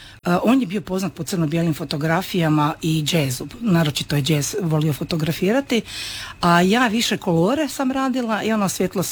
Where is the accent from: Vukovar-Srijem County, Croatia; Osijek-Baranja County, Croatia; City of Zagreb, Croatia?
City of Zagreb, Croatia; Zagreb; Mislim, mi smo iz Zagreba, i naravno je pokojni Željko Jelenski bio iz Zagreba